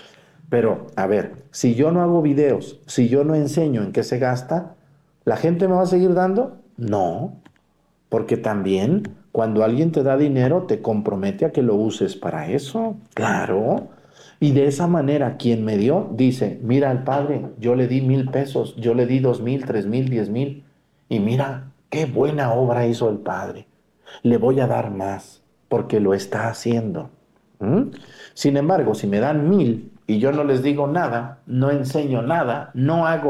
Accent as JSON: {"language": "Spanish", "town": "Mexticacán", "region": "Jalisco", "country": "Mexico", "tie": "born or raised there", "said": "incluso las obras que hemos hecho en mi pueblo, en Mesticacán"}